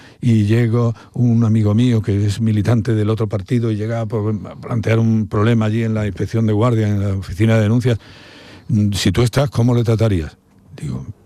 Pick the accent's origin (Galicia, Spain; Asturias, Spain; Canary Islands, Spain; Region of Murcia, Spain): Galicia, Spain; Pontevedra; born there; Y cuando le doy la vuelta, pone nacido en Pontevedra.